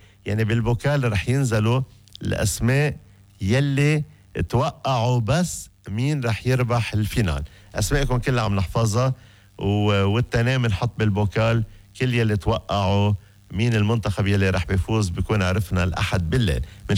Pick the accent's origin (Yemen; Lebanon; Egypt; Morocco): Lebanon; accent: Lebanese; ما عم بحكي لا تركي ولا اسباني ولا بورتوغيز، عم بحكي باللهجة اللبنانية القريبة من الناس.